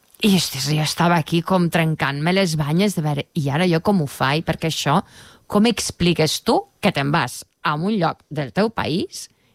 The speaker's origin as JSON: {"language": "Catalan", "town": "Lleida", "region": "Catalonia", "country": "Spain", "said": "jo sóc de Lleida"}